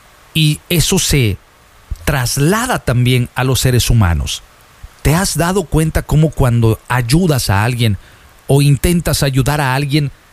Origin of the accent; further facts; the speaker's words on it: Tehuitzingo, Puebla, Mexico; Pico, esas personas de Puebla son mis vecinos. Yo soy de Tehuitzingo, brother.